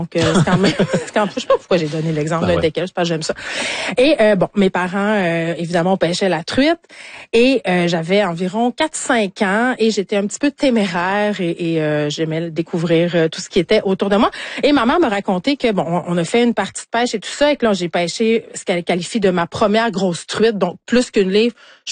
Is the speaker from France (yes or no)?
no; Saguenay, Quebec, Canada; je viens du Saguenay, j'arrête pas de le répéter, et je pêche depuis, mon Dieu, que je sais marcher avec mes parents